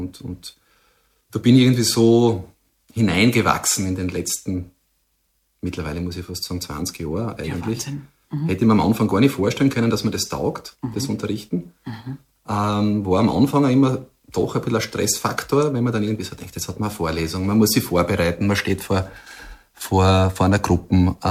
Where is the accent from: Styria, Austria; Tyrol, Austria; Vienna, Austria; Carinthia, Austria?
Styria, Austria; Eibiswald; wenn ich sage, ich komme aus Eibiswald, dann schauen wir mal an und denken sie, ja, wo ist das? Dann könnte ich sagen, naja, das ist südlich von Graz